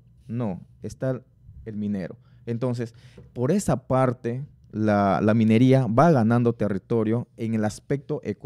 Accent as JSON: {"language": "Spanish", "country": "Peru", "said": "Nosotros también somos peruanos, no somos extranjeros."}